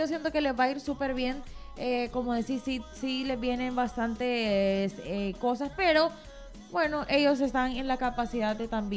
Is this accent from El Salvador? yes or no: yes; El Salvador; born there; yo nací aquí.